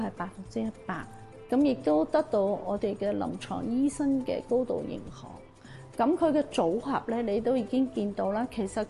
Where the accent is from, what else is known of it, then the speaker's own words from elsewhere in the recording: Macau; 回归25周年，身为澳门人，四星产业应该是有责任去向前走一步的。